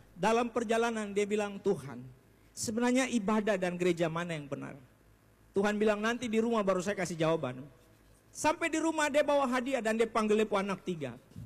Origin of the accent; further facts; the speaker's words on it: Papua, Indonesia; itu gaya kita orang Papua.